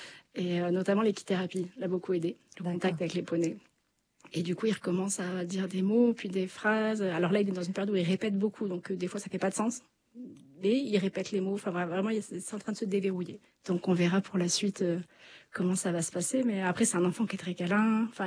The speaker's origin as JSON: {"language": "French", "town": "Chambord", "region": "Centre-Val de Loire", "country": "France", "tie": "born or raised there", "said": "Et moi, je suis originaire de Chambord à la base."}